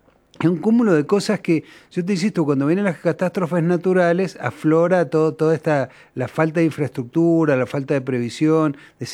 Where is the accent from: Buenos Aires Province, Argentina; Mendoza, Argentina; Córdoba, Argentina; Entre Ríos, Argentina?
Mendoza, Argentina; ¿sabés lo que nos indica lo mugriento que somos los mendocinos?